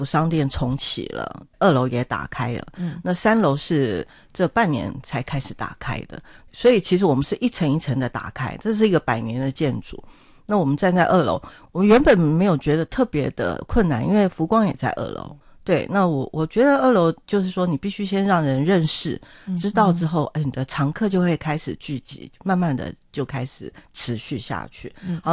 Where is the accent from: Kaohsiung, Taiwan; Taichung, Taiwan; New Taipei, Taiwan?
New Taipei, Taiwan; also born or lived in United States; 我是台北人嘛，应该说是新北人。